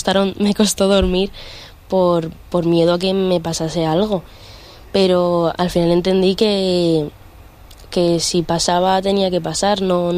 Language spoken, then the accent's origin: Spanish; Western Ukraine, Ukraine; now in Elche, Spain; nuestra casa está más pegada al oeste, más pegada a Polonia